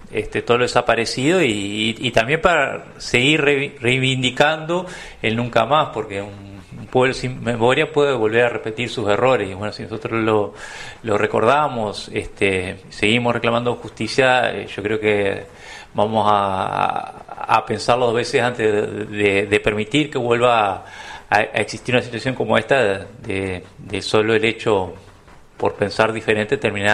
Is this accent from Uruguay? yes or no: yes; Uruguay; es parte también de nuestra identidad como uruguayos la reconstrucción histórica, ¿no?